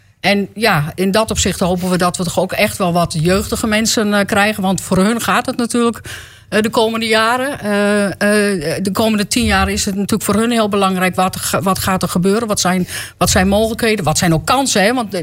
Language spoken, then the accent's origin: Dutch; Luttelgeest, Flevoland, Netherlands; moved away as an adult; now in Marknesse, Netherlands; ik kom uit Luttelgeest. Maar toen ik 21 was getrouwd en ben ik in Marknessen terechtgekomen.